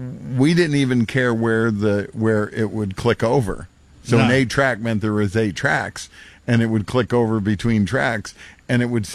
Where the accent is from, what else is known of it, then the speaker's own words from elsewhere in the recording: New York, United States; when I grew up in New York